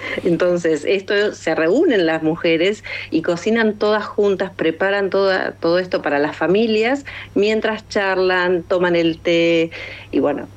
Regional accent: Argentina; Como en Argentina nos reunimos a tomar mate

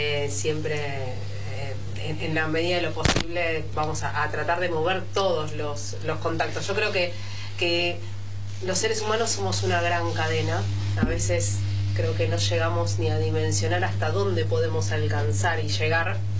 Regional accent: Quilmes, Buenos Aires Province, Argentina; now in Caballito, Buenos Aires, Argentina; Soy quilmeña. Actualmente no vivo en Quilmes. Me mudé a Caballito. Pero mi madre vive en Quilmes.

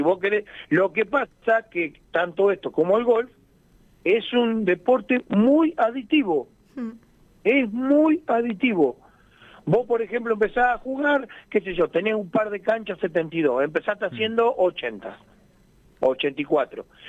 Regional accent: Argentina; y viste cómo somos los argentinos también, ¿viste? Somos exitistas, criticamos.

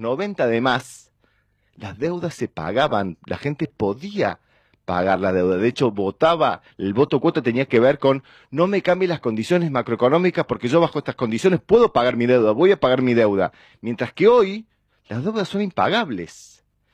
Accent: Argentina

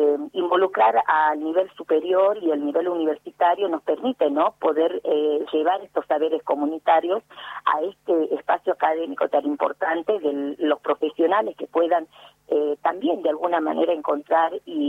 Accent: Salta, Argentina; yo soy desde hace 17 años docente indígena del pueblo Tastil. En especial, hablar de mi pueblo es para mí muy significativo, este reconocimiento como mujer indígena

